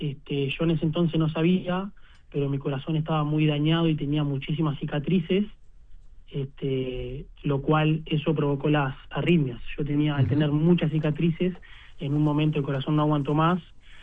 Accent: Minas, Lavalleja, Uruguay; also born or lived in Montevideo; porque yo soy de Minas

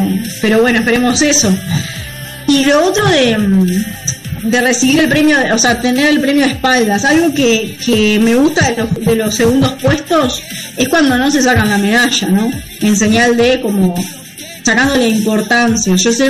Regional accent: Uruguay; y como uruguayos nos ha pasado en su momento

